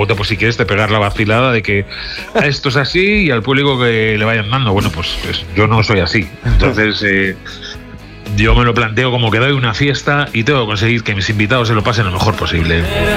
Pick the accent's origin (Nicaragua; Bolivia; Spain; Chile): Spain; Alicante, Valencian Community; moved away as an adult; also born or lived in Madrid; aunque nací es en Madrid, pero luego me fui muy, muy crío, con 6-7 años me fui a vivir a Alicante. Y desde esa edad, más o menos, hasta los, un poco antes inclusive, hasta los 18, que ya me voy a ir a Valencia